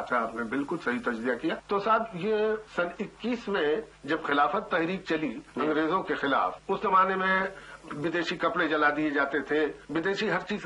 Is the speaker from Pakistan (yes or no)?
no; Sultanpur, Uttar Pradesh, India; born there; سلطان پور میں ہماری پیدائش جو کسانوں کی زندگی اور سماجی حیثیت سے ہوئی، اور کاندھے پہ لاٹھی لے کے چلنا